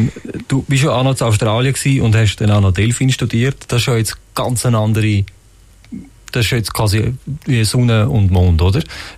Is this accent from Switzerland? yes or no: yes; Switzerland; man wächst ja in der Schweiz auf